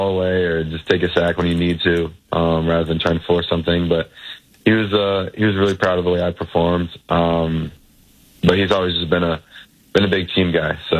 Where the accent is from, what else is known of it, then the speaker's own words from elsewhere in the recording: New Haven, Connecticut, United States; moved away; growing up around the Yale community for 15, 16 years of my life